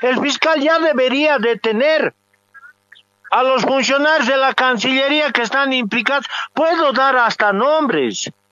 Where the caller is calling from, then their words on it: El Alto, La Paz, Bolivia; aquí desde el municipio del Alto, departamento de La Paz.